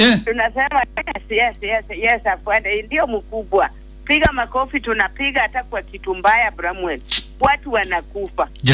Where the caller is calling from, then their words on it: Siaya County, Kenya; Hata sisi tumeamka kama huku upande wa Ugenya Ugonja.